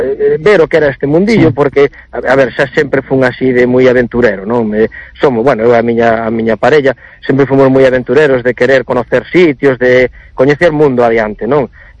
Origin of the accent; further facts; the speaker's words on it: Redondela, Galicia, Spain; Eu son de Redondela